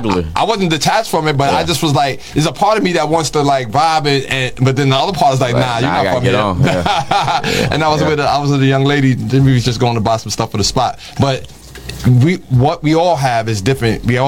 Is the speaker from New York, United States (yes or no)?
yes; Bronx, New York, United States; I'm from the Bronx, right? I'm from the South Bronx, back in the days when they was burning buildings and all that.